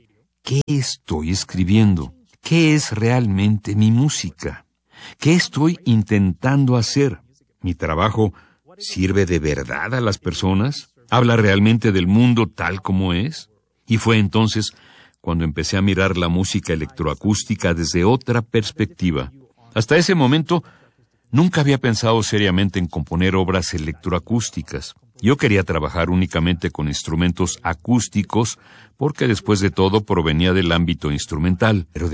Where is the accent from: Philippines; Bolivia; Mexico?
Philippines; Spanish is a second language